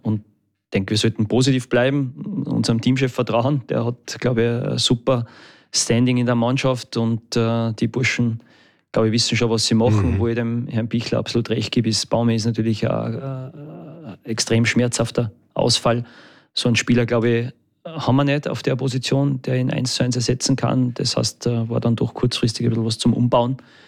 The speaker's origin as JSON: {"language": "German", "country": "Austria", "said": "wir müssen halt trotzdem immer ein bisschen aufpassen als Österreicher."}